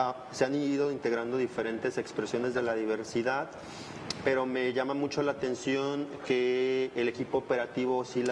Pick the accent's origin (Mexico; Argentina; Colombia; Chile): Mexico; Tepic, Nayarit; Aquí no es decir, pues es que soy de Nayarit, soy de Tepic.